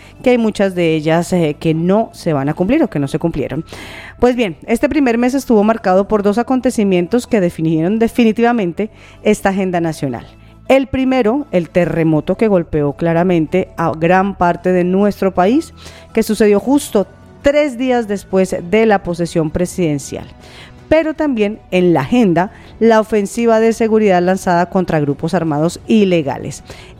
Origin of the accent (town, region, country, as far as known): Colombia